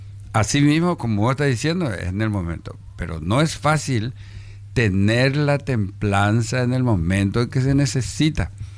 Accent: Paraguay; Y de nosotros, ¿verdad? Ñandé ya yo hay que ver como paraguayo

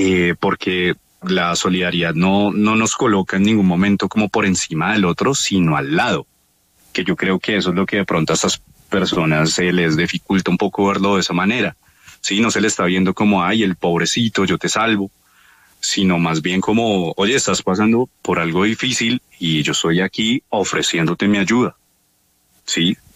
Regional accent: Colombia; en Colombia yo creo que la división y los extremos llegaron a confrontarnos, ¿sí? Como hermanos colombianos, como compatriotas.

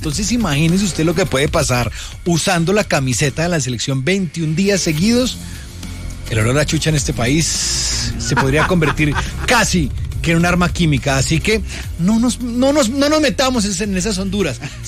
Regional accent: Colombia; somos los colombianos

